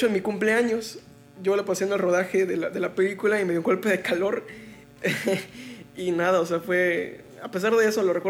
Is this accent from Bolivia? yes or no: no; Ciudad del Carmen, Campeche, Mexico; Soy Ciudad del Carmen